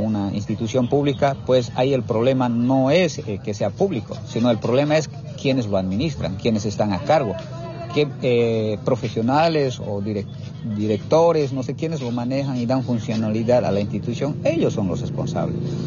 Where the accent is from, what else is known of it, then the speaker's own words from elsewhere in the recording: Bolivia; nosotros como bolivianos